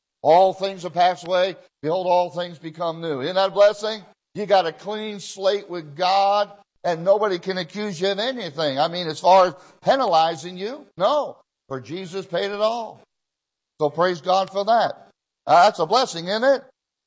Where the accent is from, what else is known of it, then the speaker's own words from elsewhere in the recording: Israel; Now, when I was in Israel, I grew up in Israel, not all my young life, but partly